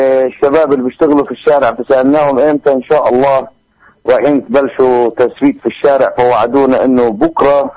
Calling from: Beit Jala, West Bank, Palestine

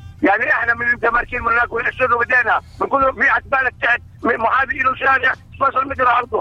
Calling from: Tulkarm, West Bank, Palestine; من الكرم.

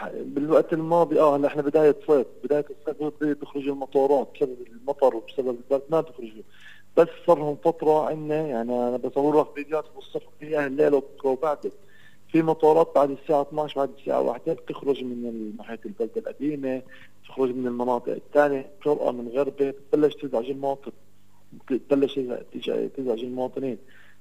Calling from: Nablus, West Bank, Palestine

